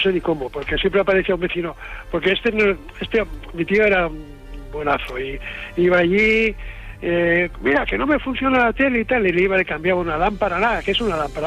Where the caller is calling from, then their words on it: Calafell, Catalonia, Spain; Bueno, mi pueblo es Calafell, en la provincia de Tarragona.